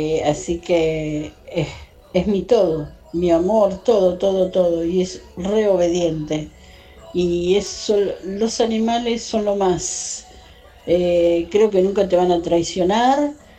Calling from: Buenos Aires, Argentina; acá de Flores.

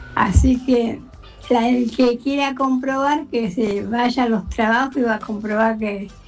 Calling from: Valentín Alsina, Buenos Aires Province, Argentina; de Valentina Alsina.

